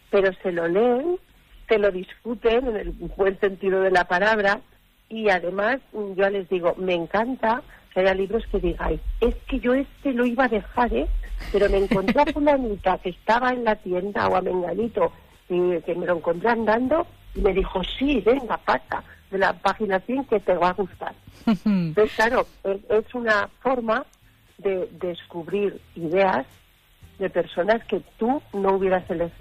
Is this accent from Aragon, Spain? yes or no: yes; Conchel, Aragon, Spain